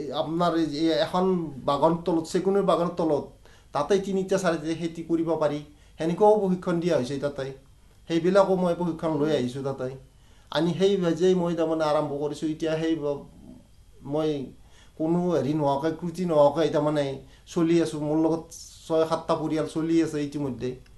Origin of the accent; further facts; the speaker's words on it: Hajo, Assam, India; মোৰ গাঁওখন 1 নং বাগাওতা হাজো সমষ্টি।